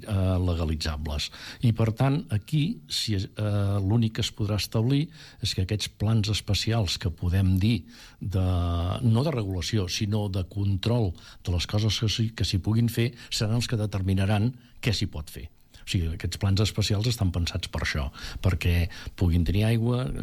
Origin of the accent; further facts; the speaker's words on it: Catalonia, Spain; jo sóc del Vallès